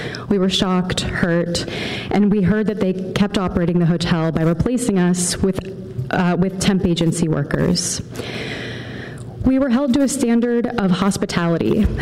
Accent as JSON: {"language": "English", "town": "Palo Alto", "region": "California", "country": "United States", "tie": "born or raised there", "said": "I grew up in Palo Alto. I went to preschool at Downtown Children's Center near the graduate."}